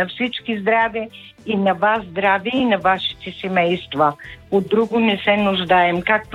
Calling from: Asenovgrad, Plovdiv Province, Bulgaria; съм от Асеновград

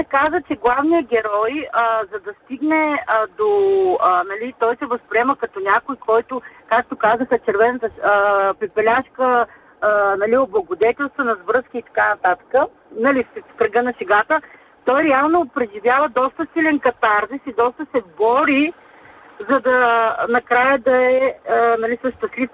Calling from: Sofia, Sofia City, Bulgaria; Добро утро … съм от София.

